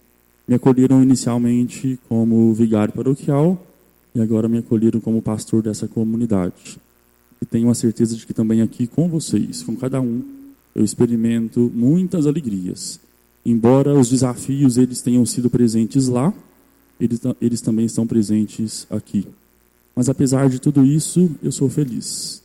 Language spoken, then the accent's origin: Portuguese; Carmo do Cajuru, Minas Gerais, Brazil; Lá em Carmo do Cajuru, a minha terra natal, o lugar que me gerou